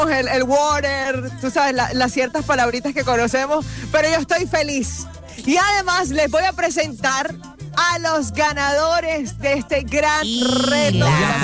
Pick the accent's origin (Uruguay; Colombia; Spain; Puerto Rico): Colombia; Caribbean Region; yo que soy costeña.